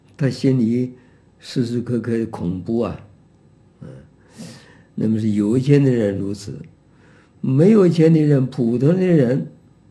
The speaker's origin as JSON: {"language": "Chinese", "country": "Taiwan", "tie": "born there", "said": "就拿台湾来讲，我们生在台湾"}